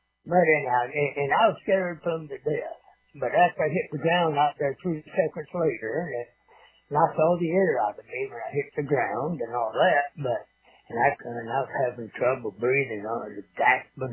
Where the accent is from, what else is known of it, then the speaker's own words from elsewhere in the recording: Owosso, Michigan, United States; Farming community, called Owosso. That's 20 miles due west of Flint, Michigan.